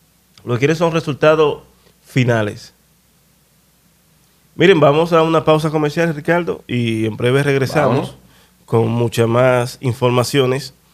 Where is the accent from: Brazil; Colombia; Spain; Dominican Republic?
Dominican Republic